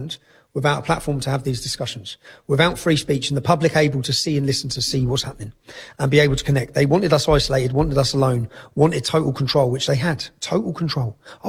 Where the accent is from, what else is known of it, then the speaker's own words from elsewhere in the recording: Luton, East of England, United Kingdom; No, my hometown, Luton, was the home of Vauxhalls. Right. It employed 30,000 people. It's gone. My dad worked there. It's gone.